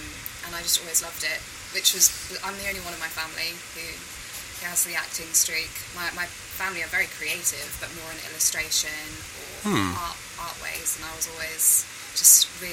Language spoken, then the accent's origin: English; South West England, United Kingdom; I grew up in the Cotswolds